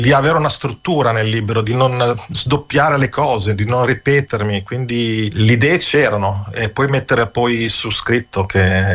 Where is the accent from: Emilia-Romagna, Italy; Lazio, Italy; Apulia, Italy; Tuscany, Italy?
Emilia-Romagna, Italy; Bologna; Bolognese.